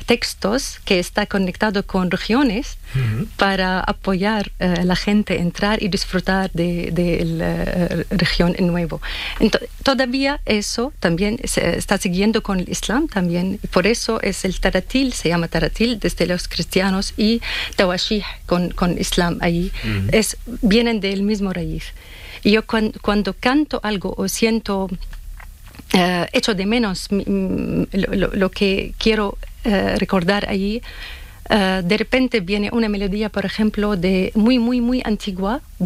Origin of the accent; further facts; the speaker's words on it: Damascus, Damascus Governorate, Syria; Spanish is a second language; also born or lived in Homs, Syria; now in Spain; Sí, de Homs. Pero aunque crecí en Damasco, pero nací en Homs.